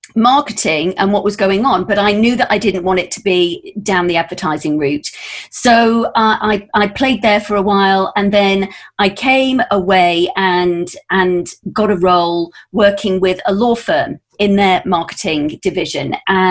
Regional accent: North West England, United Kingdom; moved away as an adult; now in London, United Kingdom; And I came from Lancashire to London to work for Saatchi's back in the early 90s, actually.

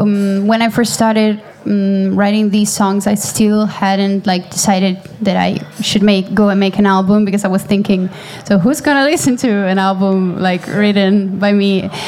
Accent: Rome, Lazio, Italy; English is a second language; moved away as an adult; now in Dublin, Ireland; I'm from Rome.

